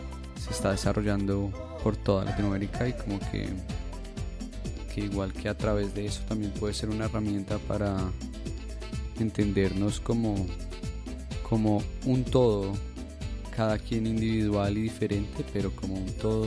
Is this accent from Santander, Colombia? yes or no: no; Bogotá, Colombia; y ese tiempo allá me sirvió bastante para conocer también la escena local de mi territorio y pues de donde vengo, que es Bogotá.